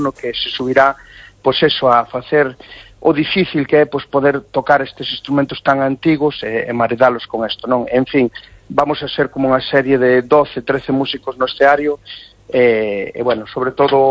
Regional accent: Galicia, Spain; pois eso, que temos que, como galegos, pois unirnos

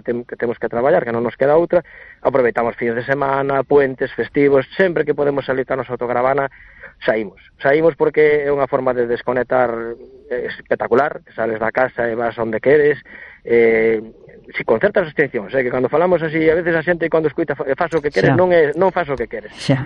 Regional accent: Redondela, Galicia, Spain; Eu son de Redondela, saímos hacia Mellora, hacia Porto Novo, Grove, saímos por zonas cercanas.

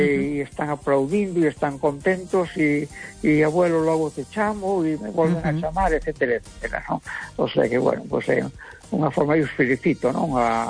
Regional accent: Galicia, Spain; E como galego, pois a mí me gusta o Deportivo, me gusta o Celta, ¿verdad?

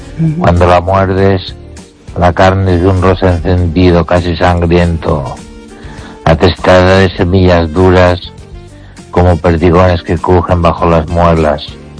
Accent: Ourense, Galicia, Spain; La verdad es que … de Orense.

